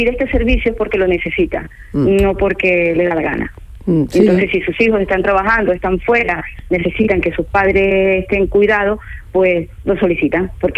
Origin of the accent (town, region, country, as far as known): Ecuador; now in Spain